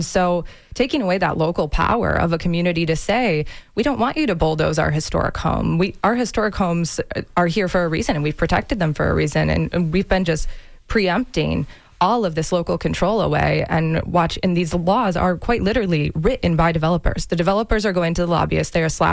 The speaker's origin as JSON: {"language": "English", "region": "Michigan", "country": "United States", "moved": "as an adult", "lives_now": "Tampa Bay area, United States"}